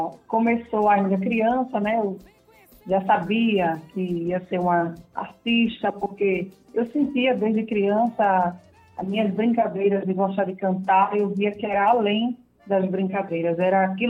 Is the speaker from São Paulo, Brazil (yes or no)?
no; Surubim, Pernambuco, Brazil; Diretamente de Surubim, Pernambuco, terra da vaquejada.